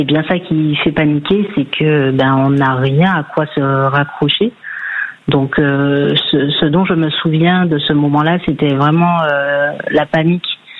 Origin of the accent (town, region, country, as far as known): Martinique; born or raised there; now in Rennes, France